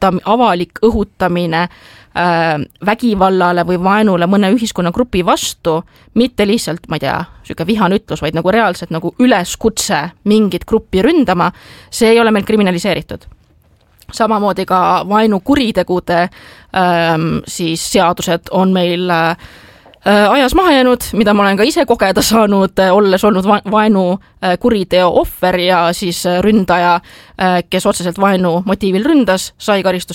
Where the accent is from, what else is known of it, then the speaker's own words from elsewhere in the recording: Tallinn, Harju County, Estonia; mina olen Tallinnast ja Tallinna poliitik